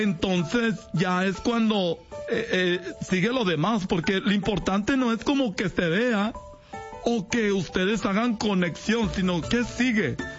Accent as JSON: {"language": "Spanish", "country": "Mexico", "tie": "born there", "said": "Ay, yo nací en México también"}